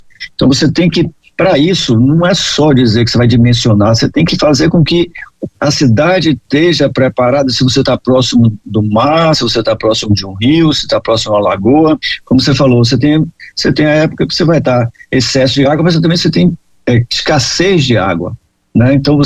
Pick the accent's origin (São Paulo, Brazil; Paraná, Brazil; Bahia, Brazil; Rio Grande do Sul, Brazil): Bahia, Brazil; eu sou do Nordeste, né, na Bahia